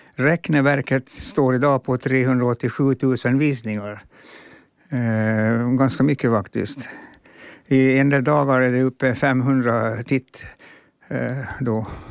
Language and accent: Swedish; Finnby, Åland, Finland; first language fi; Swedish is a second language; Men jag brukar säga att mitt modersmål är egentligen finska, så att jag skyller ifrån mig lite på det. Jag kunde vara finska när jag var 3 år nämligen.